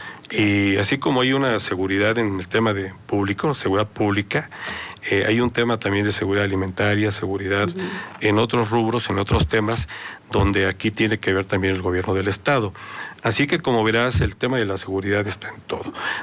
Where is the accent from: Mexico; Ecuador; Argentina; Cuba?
Mexico; Puebla; Pero es un clima muy bonito y bueno, ya no digamos a su gente. La gente es muy noble y pues es, somos poblanos.